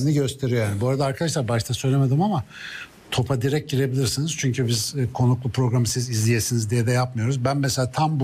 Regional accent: Ankara, Turkey; bir Ankaralı olarak

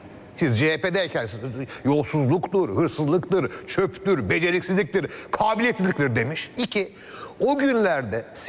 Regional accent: Kars, Turkey; born there; Bakın ben Kars'ta doğdum.

